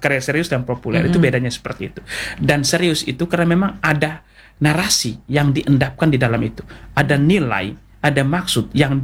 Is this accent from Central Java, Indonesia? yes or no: no; East Nusa Tenggara, Indonesia; Kalau kami di Sika dulu